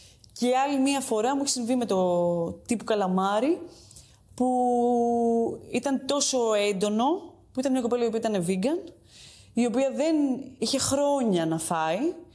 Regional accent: Greece; now in Italy; Η ελληνική κουζίνα είναι ο τόπος μου, είναι η γεύση μου.

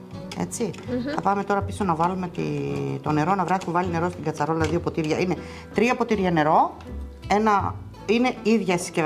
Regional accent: Greece; moved away as an adult; Είμαι από τη Σοκαρά.

